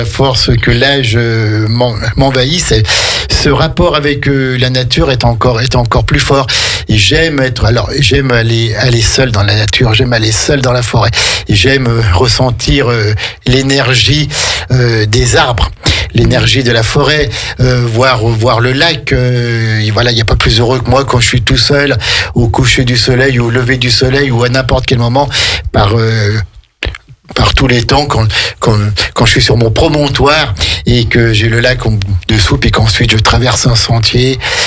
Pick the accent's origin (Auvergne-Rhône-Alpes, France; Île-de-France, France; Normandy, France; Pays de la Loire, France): Auvergne-Rhône-Alpes, France; La Chambotte; Il y a un demi-siècle, moi je suis né dans une famille installée depuis plusieurs siècles dans le petit village de la Chambotte, au col de la Chambotte, en dessous du Belvédère.